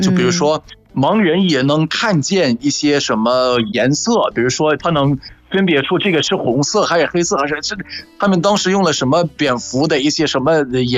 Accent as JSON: {"language": "Chinese", "country": "Egypt", "said": "我是来自埃及的"}